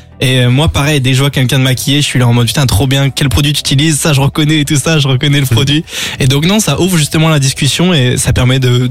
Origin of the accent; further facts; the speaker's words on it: Toulouse, Occitanie, France; Enfin, je viens de Toulouse.